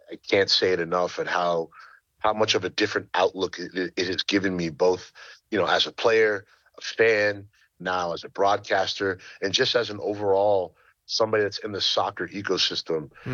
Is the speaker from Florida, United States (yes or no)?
yes; Florida, United States; Obviously, you know, I grew up playing in South Florida. So, you know, Miami, Homestead, all these areas, Kendall, where it was heavy Spanish speaking.